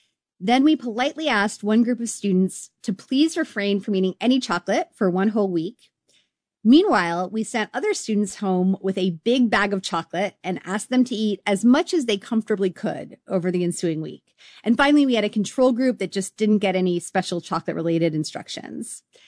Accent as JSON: {"language": "English", "country": "Canada"}